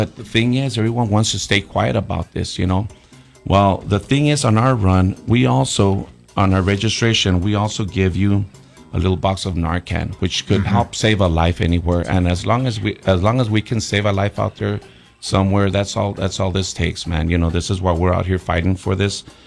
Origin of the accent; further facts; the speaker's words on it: Texas, United States; We're familia from Texas, and it's just a shortcut for saying Texas.